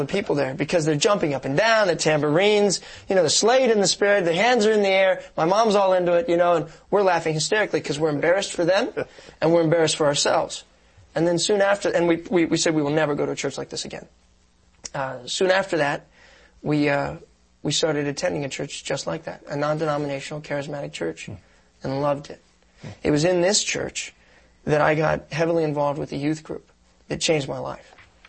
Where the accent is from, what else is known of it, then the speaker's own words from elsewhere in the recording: Columbus, Ohio, United States; I'm born and raised in Columbus, Ohio.